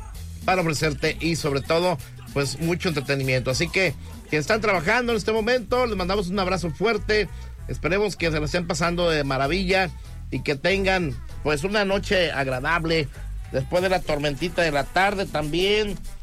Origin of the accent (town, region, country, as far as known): Mexico